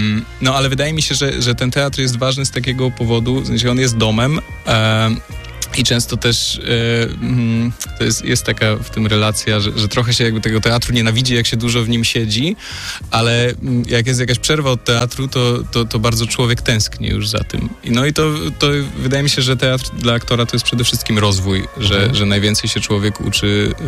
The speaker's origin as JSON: {"language": "Polish", "town": "Warsaw", "region": "Masovian Voivodeship", "country": "Poland", "said": "Mimo, że ja jestem z Warszawy, Norbert jest ze Szczecina, to jakoś tak przyjechał."}